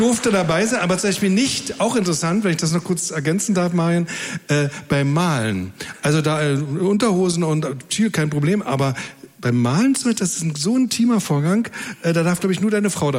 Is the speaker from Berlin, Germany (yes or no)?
yes; Berlin, Germany; selbst für mich als Berliner